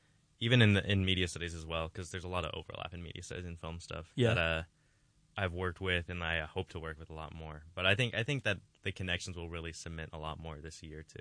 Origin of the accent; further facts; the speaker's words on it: Colorado Springs, Colorado, United States; I'm from Colorado Springs, Colorado.